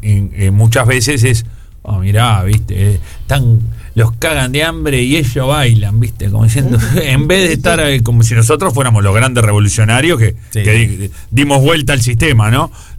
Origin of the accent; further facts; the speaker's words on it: Uruguay; el ser uruguayos.